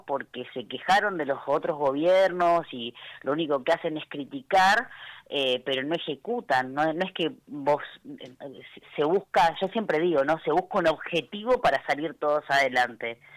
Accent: Argentina; lo que más lamento como argentina

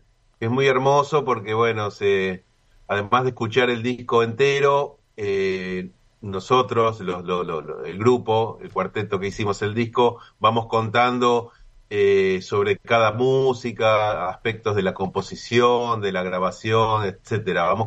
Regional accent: Ituzaingó, Buenos Aires Province, Argentina; Yo soy de acá, del oeste, toda mi vida, y acá vivo. O sea, no soy porteño

